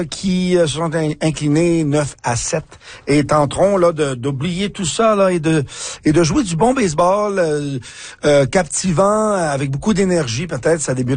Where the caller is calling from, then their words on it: Alberta, Canada; Passez une excellente fin de semaine en espérant du beau temps parce que chez nous en Alberta, c'est la pluie.